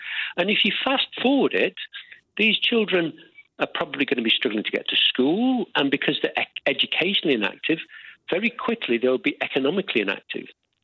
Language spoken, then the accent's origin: English; Aberdeen, Scotland, United Kingdom; So I'm from Aberdeen